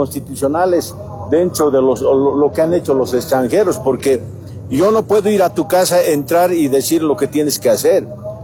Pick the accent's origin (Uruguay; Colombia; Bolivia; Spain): Bolivia; Los bolivianos podemos resolver nuestros problemas internamente